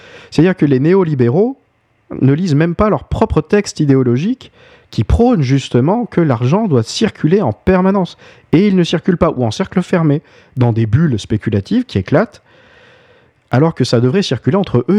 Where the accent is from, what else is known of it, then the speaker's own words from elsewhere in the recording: France; chez nous, en France